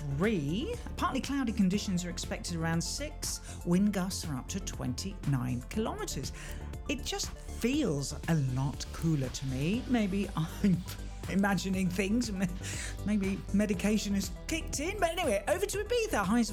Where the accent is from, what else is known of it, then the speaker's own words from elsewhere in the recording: Windsor, South East England, United Kingdom; moved away; My hometown of Windsor, very posh, you know.